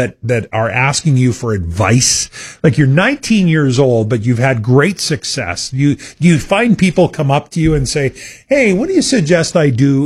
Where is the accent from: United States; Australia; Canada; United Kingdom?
Canada; Abernethy, Saskatchewan; my hometown is Abernethy, Saskatchewan, the home of Len Thompson Fishing